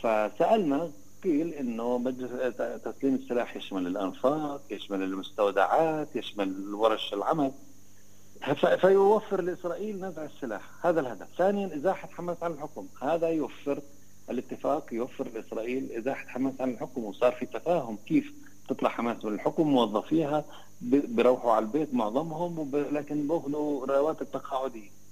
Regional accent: West Bank, Palestine

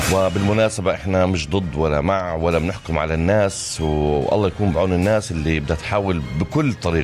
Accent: Palestine; انا بحكي عن شعوري كفلسطيني

